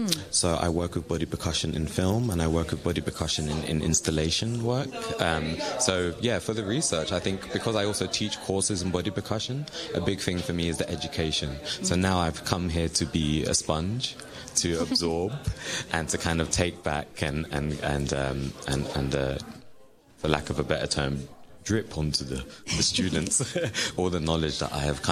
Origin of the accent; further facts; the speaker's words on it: London, United Kingdom; now in Madison, United States; I'm originally from London, England.